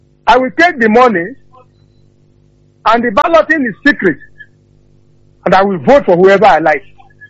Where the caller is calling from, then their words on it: Enugu, Enugu State, Nigeria; I'm calling you from Enugu.